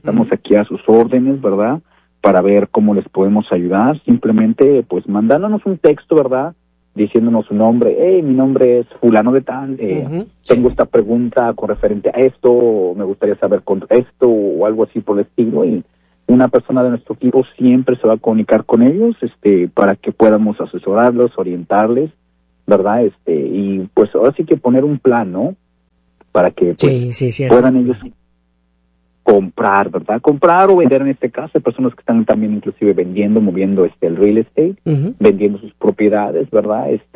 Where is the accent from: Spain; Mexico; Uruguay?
Mexico; parece que me vengo a retirar, soy mexicano, pero quiero retirarme aquí